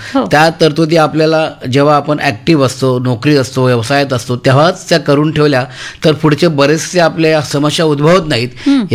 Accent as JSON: {"language": "Marathi", "town": "Mumbai", "region": "Maharashtra", "country": "India", "tie": "born or raised there", "said": "मी ज्या भागात वाढलो, लालबाग परळ, मला माझ्या काकांनी 5 वर्षात असताना मुंबईला आणलं"}